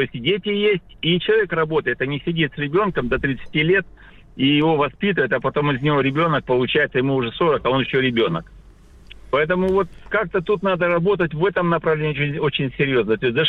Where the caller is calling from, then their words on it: Sakhalin Oblast, Russia; Я с Сахалина.